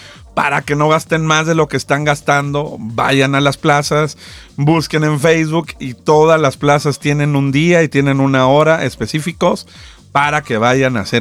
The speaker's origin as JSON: {"language": "Spanish", "country": "Mexico", "said": "Somos los mismos mexicanos allá."}